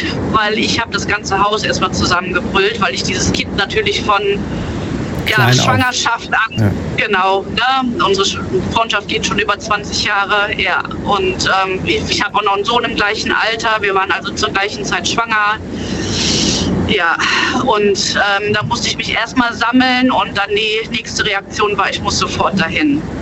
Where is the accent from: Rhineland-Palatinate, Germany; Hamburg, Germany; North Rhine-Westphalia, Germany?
North Rhine-Westphalia, Germany; Hennef; Hennef. Ich komme aus Hennef.